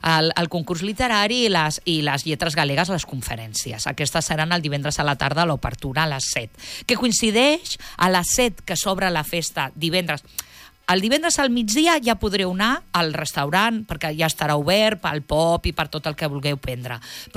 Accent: Barcelona, Catalonia, Spain; born there; also born or lived in Touro, Galicia; jo soc de Touro, bueno, jo soc nascuda a la Vall d'Hebron de Barcelona, però quan vaig a Galícia vaig a Touro, que està al costat de Santiago

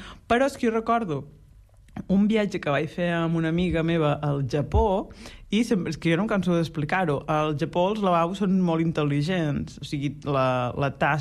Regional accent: Blancafort, Catalonia, Spain; born or raised there

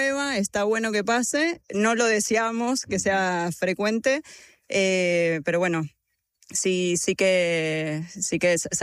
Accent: Argentina; moved away as an adult; yo vengo de Argentina con una formación de un año, y bueno, y la experiencia también.

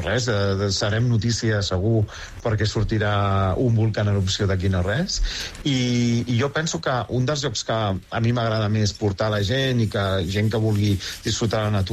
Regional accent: Barcelona, Catalonia, Spain; i jo soc de Gràcia, i haig de dir que Gràcia, això, jo ho tenia més... anava saludant els veïns, coneixies a la gent

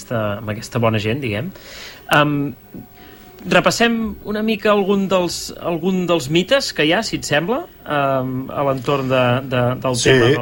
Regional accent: Catalonia, Spain; clar, som catalans, per definició el que faríem és parlar-los en castellà i molt alt

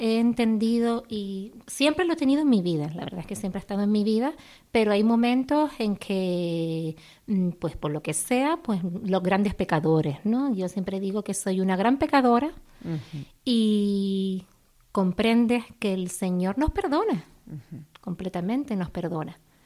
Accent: Las Palmas, Canary Islands, Spain; moved away; also born or lived in Madrid / Fuensalida; Yo he vivido, aunque soy de Las Palmas, 24 años en Madrid. Y ahora hace 10 años que estoy en Las Palmas, otra vez en mi tierra. Yo siempre digo que mi tierra es Gran Canaria, mi ciudad Madrid, y mi pueblo Fuensalida, que es un pueblo de Toledo.

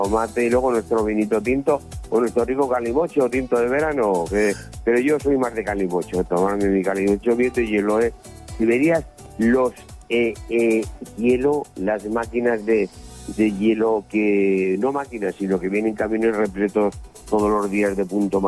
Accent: Pamplona, Navarre, Spain

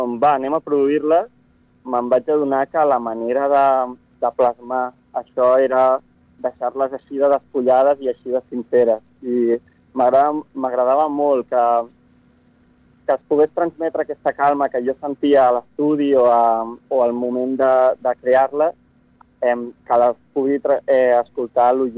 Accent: La Guàrdia Pilosa, Catalonia, Spain; aquest poble és el meu poble

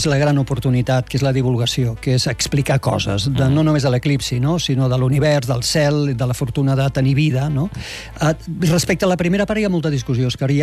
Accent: Tarragona, Catalonia, Spain; born there; jo soc nascut a Tarragona i sé el que es menja allà i a les Terres de l'Ebre, la meva mare va néixer a Falset.

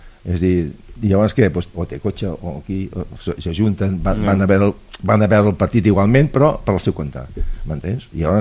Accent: Barcelona, Catalonia, Spain; Jo potser perquè sóc de Barcelona i em moro de calor, no?

